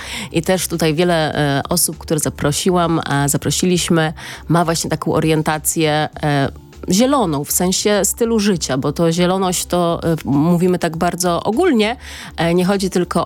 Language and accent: Polish; Białystok, Podlaskie Voivodeship, Poland; now in Masovia, Poland; wprawdzie mieszkam już dłużej na Mazowszu niż na Podlasiu, w Mazowszu, ale od wielu pokoleń pochodzę ściśle z Białegostoku, z Podlasia